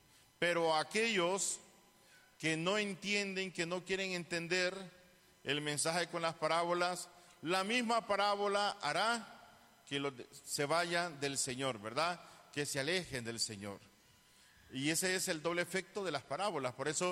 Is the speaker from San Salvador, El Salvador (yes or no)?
no; Conchagua, La Unión, El Salvador; now in Santiago de María, El Salvador; yo soy originario de Conchagua, ¿verdad? Del distrito de Conchagua. Somos del mismo departamento